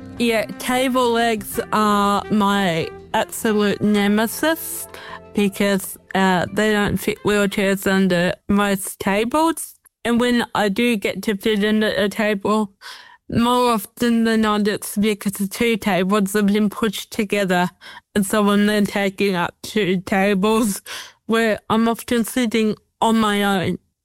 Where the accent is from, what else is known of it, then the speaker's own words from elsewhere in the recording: New South Wales, Australia; I mean, I'm from the Hunter Valley, Sam. I love food. I live for food.